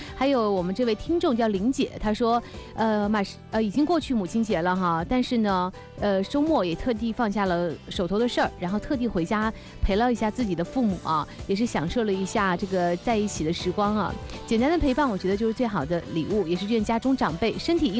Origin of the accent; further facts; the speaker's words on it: Huainan, Anhui, China; moved away; 这两天在这个我的老家淮南吃牛肉汤呢